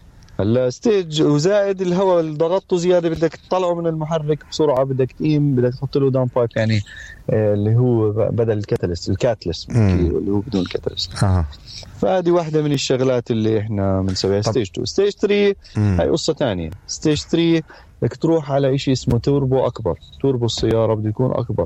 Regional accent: Palestine; عندنا في فلسطين

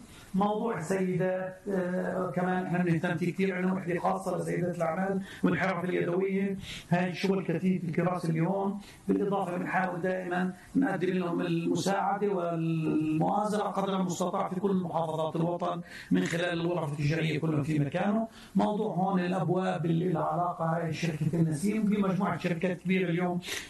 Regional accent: Palestine; انا كمواطن فلسطيني

